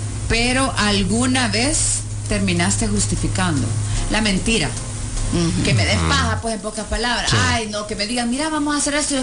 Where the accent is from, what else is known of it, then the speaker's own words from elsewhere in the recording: El Salvador; Porque somos metidos los salvadoreñas y salvadoreñas.